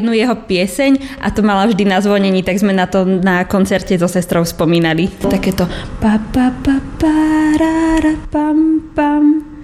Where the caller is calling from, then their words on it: Považská Bystrica, Trenčín Region, Slovakia; a som z Považskej Bystrice